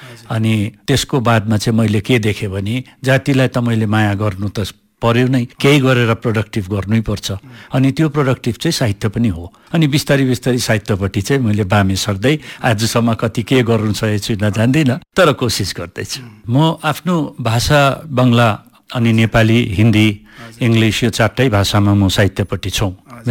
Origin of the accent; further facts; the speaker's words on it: Darjeeling, West Bengal, India; first language Bengali; Nepali is a second language; हामी भले गोर्खा होइनौँ होला तर पहाडमा हुर्केको जन्मेको जन्मस्थान मेरो जन्मथलो दार्जिलिङले गर्दाखेरि म दार्जिलिङलाई नै मेरो आफ्नो प्राणभन्दा ज्यादा माया गर्छौँ।